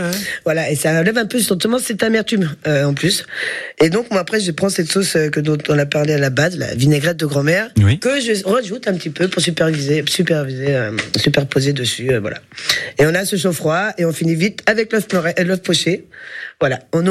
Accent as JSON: {"language": "French", "town": "Lyon", "region": "Auvergne-Rhône-Alpes", "country": "France", "moved": "yes", "lives_now": "Sommières, France", "said": "en tant que lyonnais"}